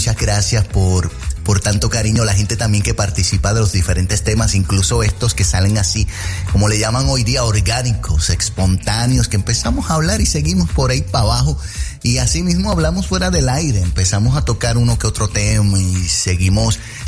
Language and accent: Spanish; Puerto Rico; Y no hablo solamente de Puerto Rico, que es de donde yo vengo.